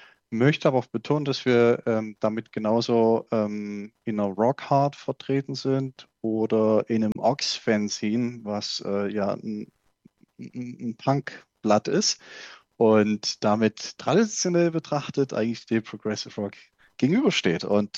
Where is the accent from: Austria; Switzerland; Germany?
Germany; Saxony; unweit von meiner Heimat. nämlich der Berg Reichenbach im Vogtland.